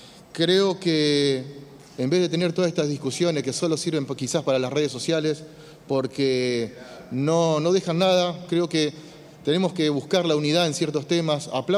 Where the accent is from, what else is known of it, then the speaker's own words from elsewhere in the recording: Argentina; creo que tenemos que trabajar fuertemente todos como argentinos en defender nuestros recursos.